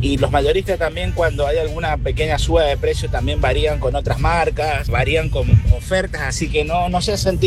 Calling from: Mendoza, Argentina; acá en Mendoza

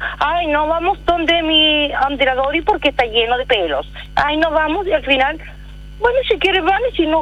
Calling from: Hualpén, Biobío, Chile; De Hualpén.

